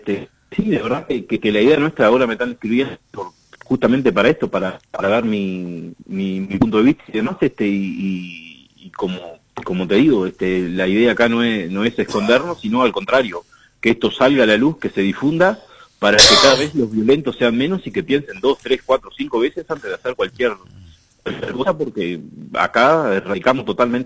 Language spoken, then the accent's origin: Spanish; Minas de Corrales, Rivera, Uruguay; Yo soy de Mina de Corrales